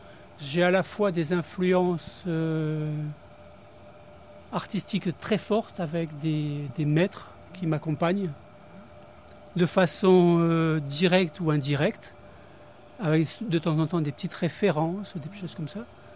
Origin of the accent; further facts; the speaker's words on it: South-West France, France; À Toulouse, oui, dans ma ville de cœur aussi, parce que je suis originaire du Sud-Ouest.